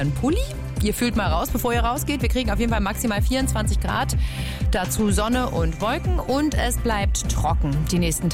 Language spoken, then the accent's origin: German; Germany; now in Berlin, Germany; ich komme aus der Nähe von Bremen.